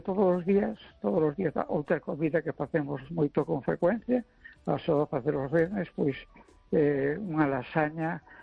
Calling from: A Coruña, Galicia, Spain; Soy … de Esta Coruña.

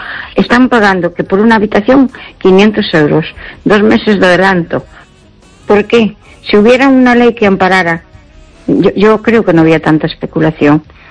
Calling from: Pontevedra, Galicia, Spain; de Pontevedra.

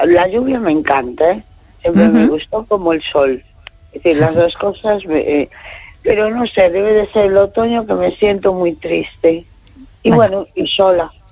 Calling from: A Coruña, Galicia, Spain; Hola, buenas noches … de Coruña.

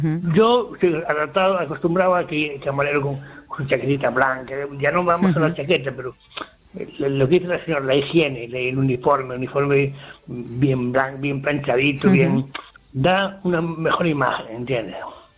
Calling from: Ferrol, Galicia, Spain; Hola, buenas noches, Esther. … aquí de Ferrol.

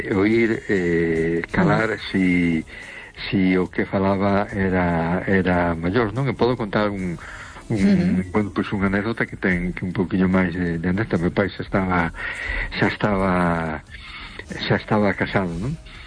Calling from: A Coruña, Galicia, Spain; soy San Antonio de Coruña

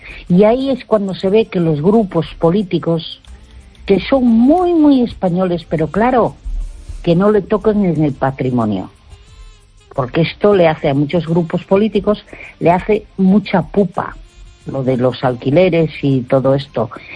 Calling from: Uruguay; de Uruguay

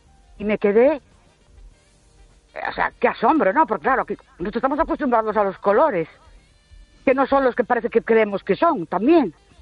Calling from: Ourense, Galicia, Spain; Buenas noches … de Ourense.

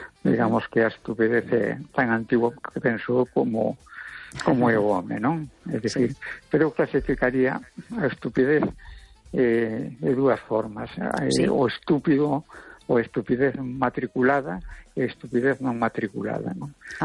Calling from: A Coruña, Galicia, Spain; de La Coruña.

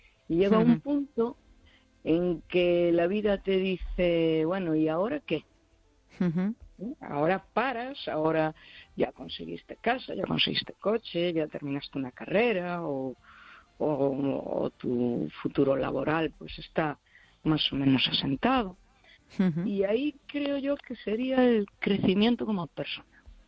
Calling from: Galicia, Spain; Pues soy la del Barbanza

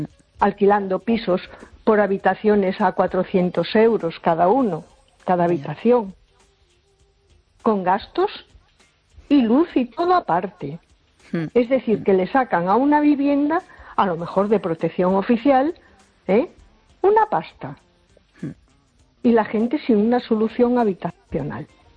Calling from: A Coruña, Galicia, Spain; de Coruña.

